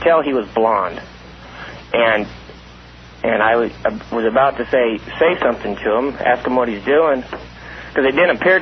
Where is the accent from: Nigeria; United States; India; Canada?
United States; Pahrump, Nevada; born there; now in Las Vegas, United States; Yeah, I used to play football out there in Pahrump. I graduated in 82.